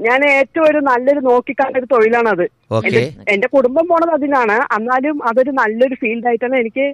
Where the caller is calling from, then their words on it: Chittur, Kerala, India; ഞാൻ പാലക്കാട് ജില്ലയിലെ ചിറ്റൂരിൽ നിന്നാണ്.